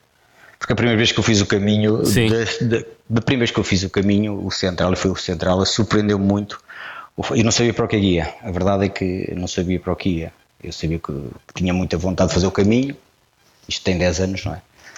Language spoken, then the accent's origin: Portuguese; Portugal; somos portugueses tão genuínos e é muito bom, e é muito bom.